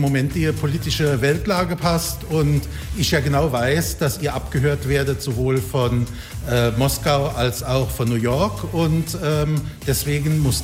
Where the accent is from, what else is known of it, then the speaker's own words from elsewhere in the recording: Rhineland-Palatinate, Germany; wir kommen aus der Pfalz.